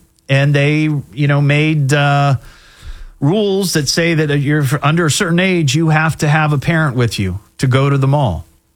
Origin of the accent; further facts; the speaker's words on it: Beavercreek, Ohio, United States; But, you know, I grew up in Beaver Creek. So the mall that I primarily went to with my friends, my mom and dad, whoever, was the Dayton Mall.